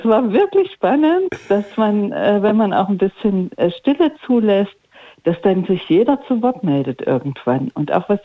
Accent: Gotha, Thuringia, Germany; ich bin hier in Gotha in der Langensalzer Straße groß geworden. Mhm. Ich bin 63 Jahre und meine Vorfahren waren Schmiede.

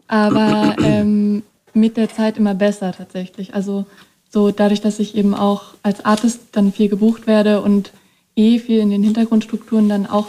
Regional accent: Brandenburg, Germany; now in Weimar, Germany; als ich nach Weimar gezogen bin, also ich komme aus Brandenburg

